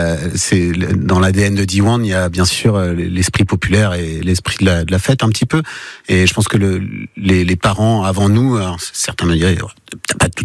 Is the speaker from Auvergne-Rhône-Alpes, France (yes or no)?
no; Brittany, France; je suis moi-même bretonnant de l'enfance